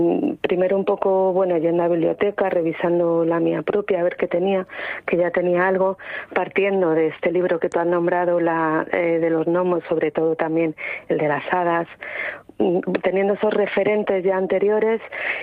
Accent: Madrid, Community of Madrid, Spain; moved away as an adult; now in Llanes, Spain; nosotros somos de Madrid y llevamos 8 años viviendo en Asturias, en el concejo de Llanes.

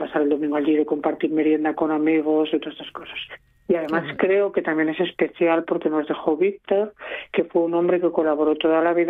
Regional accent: Castile, Spain; que yo pronuncio muy mal la X, que es como buena castellana, tenéis que perdonarme

